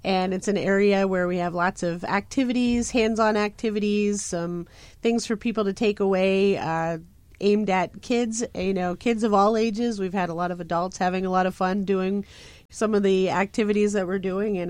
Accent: Mars, Pennsylvania, United States; born or raised there; moved away

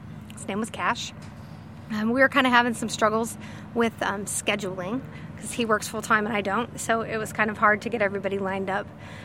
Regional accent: Conroe, Texas, United States; We are from Conroe, Texas.

